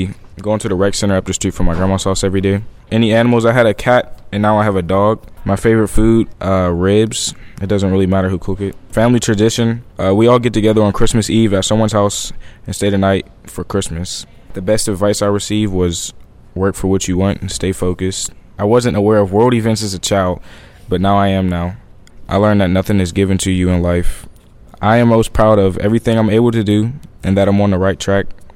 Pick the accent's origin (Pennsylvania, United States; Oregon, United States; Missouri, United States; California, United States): Pennsylvania, United States; Pittsburgh; I'm 16. I go to Holy Family. I was born in Pittsburgh on the north side. The neighborhood I grew up in, it's on the north side. It's crowded, but it's safe.